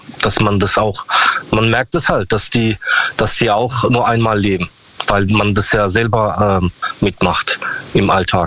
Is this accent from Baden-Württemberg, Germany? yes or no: yes; Karlsruhe, Baden-Württemberg, Germany; Ich komme aus Karlsruhe.